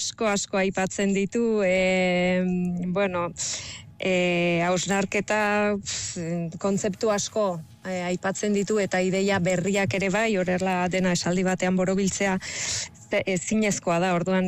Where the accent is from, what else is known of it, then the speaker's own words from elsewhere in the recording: Nouvelle-Aquitaine, France; baina Lapurdikoa naiz, eta han beti izan dira piratak eta kortsarioak